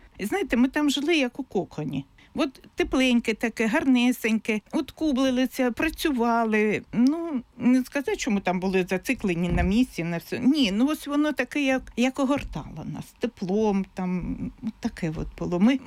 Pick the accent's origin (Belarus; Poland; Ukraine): Ukraine; Makiivka, Donetsk Oblast; moved away as an adult; also born or lived in Myrnohrad; взагалі я народилася в Макіївці. Нас в родині було троє дітей, я і два братика.